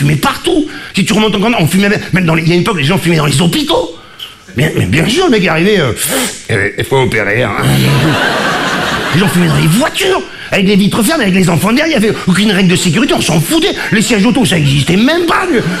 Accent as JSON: {"language": "French", "town": "Marseille", "region": "Provence-Alpes-Côte d'Azur", "country": "France", "moved": "yes", "lives_now": "Paris, France", "said": "quand je suis arrivé à Paris, mec d'Arrive du Sud, j'étais marseillais"}